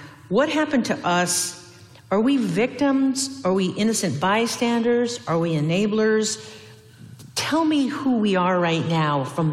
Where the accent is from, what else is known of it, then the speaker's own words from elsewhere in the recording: Puyallup, Washington, United States; a role member of the Blackfeet Nation, born and raised on the Puyallup, a stepdad's Yakima.